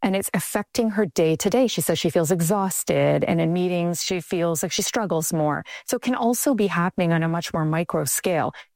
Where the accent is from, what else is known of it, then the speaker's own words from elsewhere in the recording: Canada; So I would have never thought, I'm a Canadian.